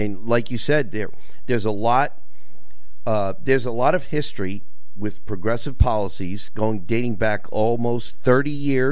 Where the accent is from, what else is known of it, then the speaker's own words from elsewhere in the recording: Vermont, United States; I grew up in Vermont, but I'm leaving.